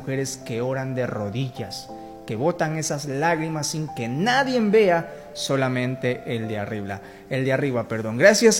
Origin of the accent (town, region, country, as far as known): Ecuador